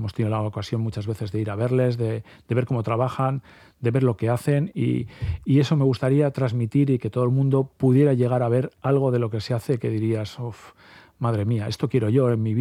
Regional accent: Bilbao, Basque Country, Spain; Yo soy bilbaíno 100%

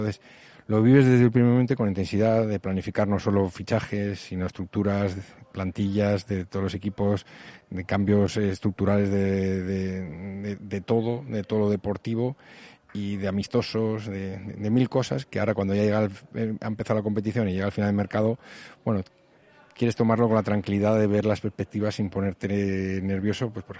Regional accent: Pamplona, Navarre, Spain; born there; creo que de Osasuna está claro que viene de serie, porque soy nacido en Pamplona, jugador de la cantera desde los 11 hasta los 29 años.

